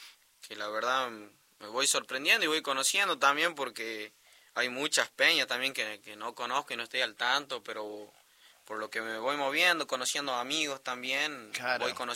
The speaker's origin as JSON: {"language": "Spanish", "town": "Alderete", "region": "Tucumán", "country": "Argentina", "said": "yo soy tucumano con orgullo."}